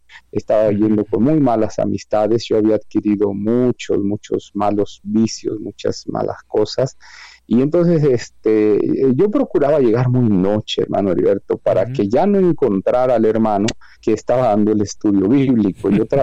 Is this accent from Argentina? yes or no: no; Mexico City, Mexico; born there; Yo nací en una de las colonias más conflictivas hasta hoy de la Ciudad de México, la delegación Iztapalapa